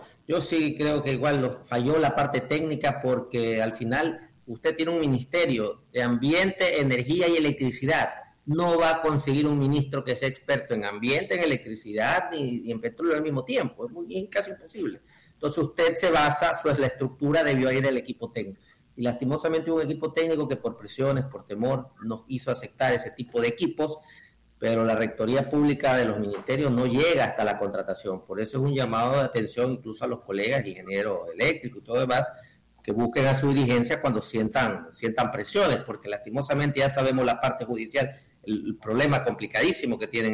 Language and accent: Spanish; Ecuador; somos ecuatorianos